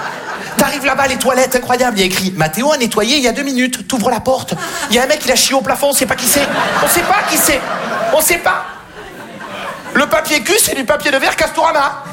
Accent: Marseille, Provence-Alpes-Côte d'Azur, France; j'ai grandi à Marseille.

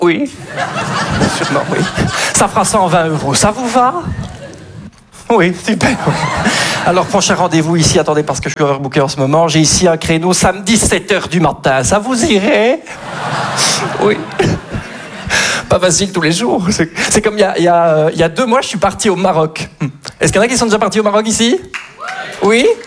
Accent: Belgium; je suis belge.

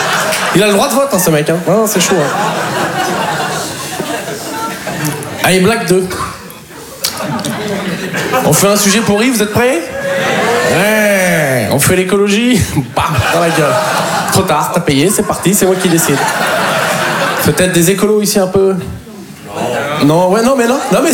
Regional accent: Poitiers, Nouvelle-Aquitaine, France; moi, en plus, je viens de Poitiers.

